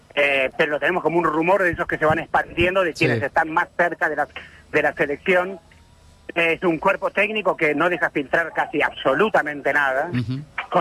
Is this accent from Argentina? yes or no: yes; Argentina; nos cruza como identidad argentina